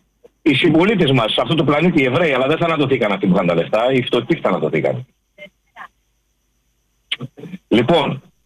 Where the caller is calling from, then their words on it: Ilion, Attica, Greece; είμαι από το Ήλιο.